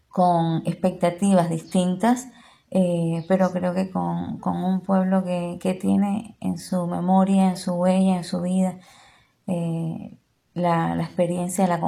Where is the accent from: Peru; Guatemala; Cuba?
Cuba; somos conscientes las cubanas y los cubanos